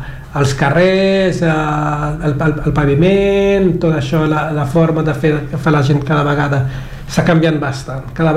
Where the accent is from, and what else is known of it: Cape Verde; first language Cape Verdean Creole; Catalan is a second language; now in Barcelona, Spain